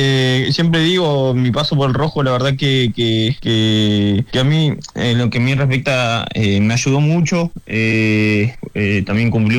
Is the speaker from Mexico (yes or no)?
no; Neuquén, Argentina; Sí, la verdad que soy de Neuquén, pero se me ha pegado un poquito la tonada. Es difícil todo el día escuchando a los cordobeses que no se te pegue un poco.